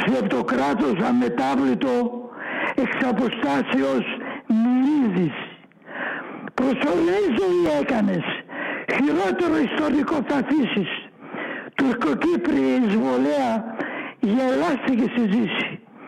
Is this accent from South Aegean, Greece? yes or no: yes; Kos, South Aegean, Greece; Κατάγομαι από την ΚΟ. Πήγα σε όλα τα γειτονικά, τα νησιά.